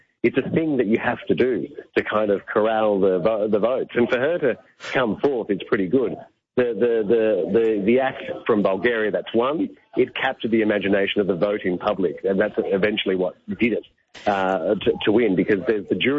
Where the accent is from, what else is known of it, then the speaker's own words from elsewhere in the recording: Australia; Because we're Australian? We're not from Europe.